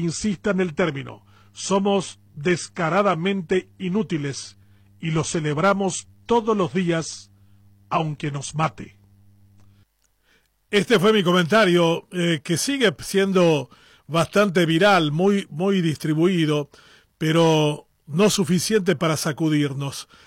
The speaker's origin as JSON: {"language": "Spanish", "country": "Paraguay", "said": "Somos unos inútiles como paraguayos."}